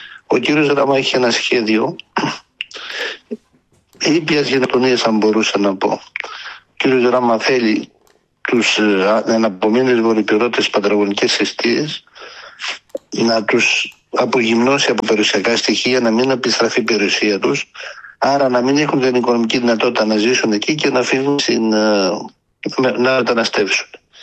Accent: Himara, Vlorë County, Albania; τους συμπατριώτες μου, τους Σημαριώτες

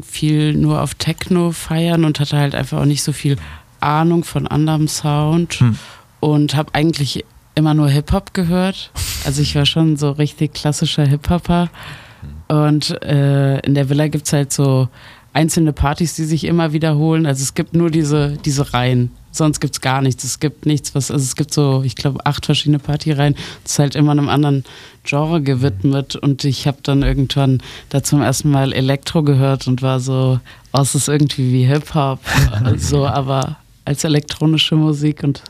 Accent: Trier, Rhineland-Palatinate, Germany; now in Leipzig, Germany; ich bin in Trier geboren und aufgewachsen. Und habe da meine Tage verbracht

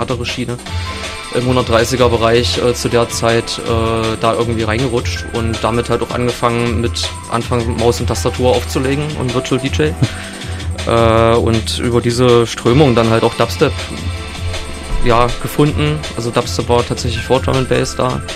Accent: Köthen, Saxony-Anhalt, Germany; moved away as an adult; now in Halle, Germany; Nicht ganz, gebürtig aus Köthen, das ist eine halbe Stunde entfernt von Halle.

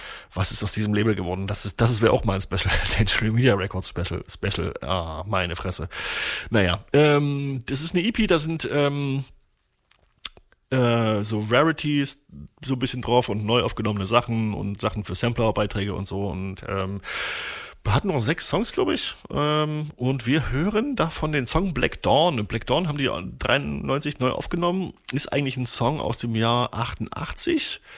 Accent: Torgau, Saxony, Germany; ich komme aus Torgau, das ist meine Heimatstadt. Meine Eltern, meine Mutter wohnt nicht weit weg vom Festivalgelände.

